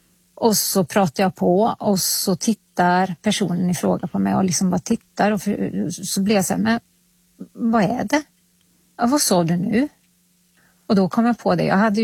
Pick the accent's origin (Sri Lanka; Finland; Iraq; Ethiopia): Finland; now in Sweden; Men jag är finsk. Men jag bor i Sverige, så att jag liksom försöker ändå att ta vara på liksom och fortsätta åka till Finland.